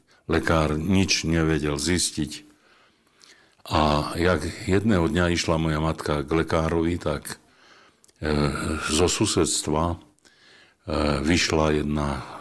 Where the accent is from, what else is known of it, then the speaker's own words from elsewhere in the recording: Nesvady, Nitra Region, Slovakia; z roľníckej rodiny, poľnohospodárskej. Pochádzam z Nesvad, okresu Komárno, niektorí tomu hovoria Dolňaky.